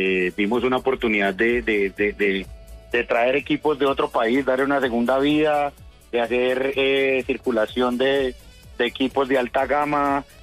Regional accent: Colombia; todo, absolutamente todos somos colombianos, los que los traen somos colombianos

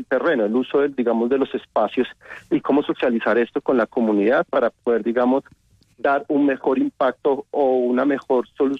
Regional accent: Colombia

